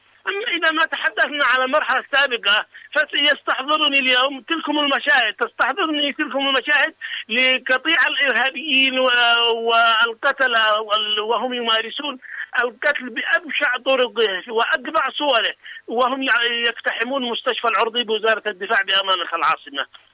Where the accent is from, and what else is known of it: Yemen